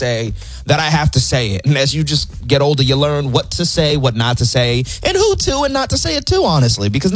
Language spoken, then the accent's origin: English; New Jersey, United States; I'm from Jersey, where we're kind of straight up from the East Coast.